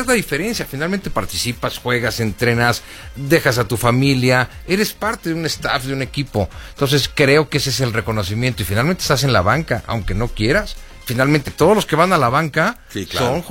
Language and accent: Spanish; Mexico; Porque me duele como mexicano